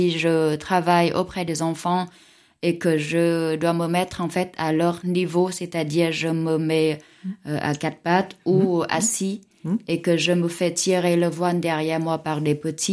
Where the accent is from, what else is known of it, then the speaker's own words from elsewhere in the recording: Vietnam; French is a second language; moved away as an adult; now in Chartres, France; on est toutes vietnamiennes.